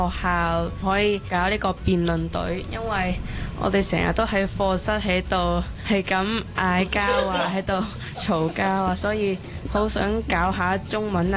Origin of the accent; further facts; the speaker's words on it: Vietnam; moved away; 我是一个越南人来的